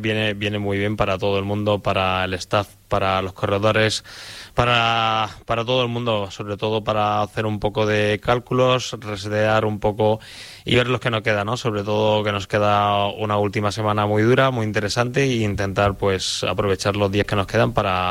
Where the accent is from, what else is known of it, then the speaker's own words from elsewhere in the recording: Spain; Pues no, hombre, al final, como buenos españoles, hay que...